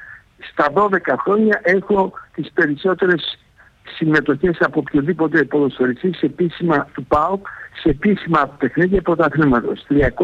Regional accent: Thessaloniki, Central Macedonia, Greece; Από μικρό παιδί, το παρελθόν μου σπίτι ήταν σε μια συνοικία της Θεσσαλονίκης στη Νεάπολη.

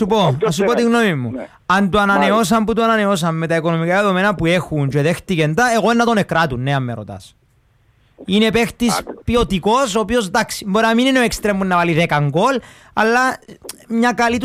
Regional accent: Larnaca, Larnaca District, Cyprus; also born or lived in Varosha / Agioi Vavatsinias; Από Λάρνακα, μισός πρόσφυγας Βαρώση, Αγίος Βαβατσινιάς και Βαρώση.

